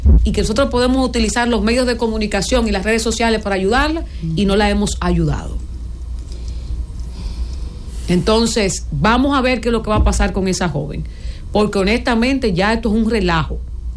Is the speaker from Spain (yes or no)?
no; Dominican Republic; yo soy una dominicana hasta la tambora y amo este país con locura.